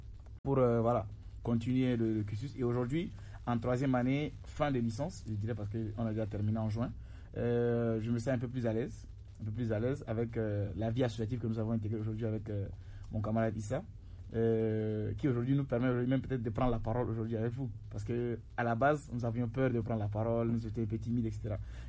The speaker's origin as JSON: {"language": "French", "country": "Chad", "moved": "as an adult", "lives_now": "Togo", "said": "Je viens du Tchad, donc je suis tchadien."}